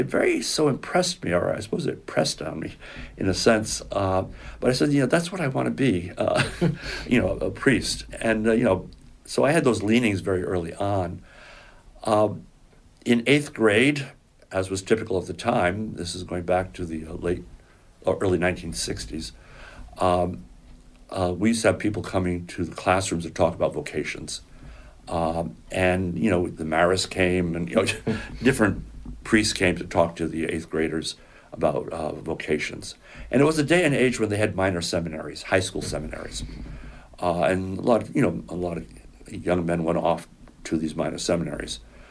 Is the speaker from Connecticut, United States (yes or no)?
yes; Plainfield, Connecticut, United States; I grew up in northern Connecticut, the northeast corner of Connecticut. I went to grade school in Plainfield, Connecticut, a Catholic school there.